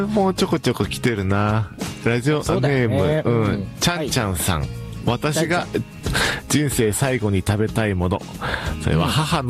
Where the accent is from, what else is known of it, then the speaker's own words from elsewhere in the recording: Kumagaya, Saitama, Japan; 埼玉県には各地に様々な郷土うどんがあり、私の出身地の熊谷市周辺では幅広のうどんを醤油ベースで根菜類と煮込んだ煮ぼうとうをよく食べていました。